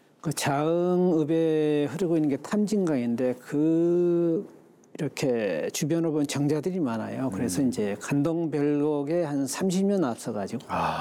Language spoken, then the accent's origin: Korean; South Jeolla, South Korea; 제 고향, 내 어떤 미적 정서가 형성된 땅부터 그려보자 해서 고향 풍경을 그리게 됐고요.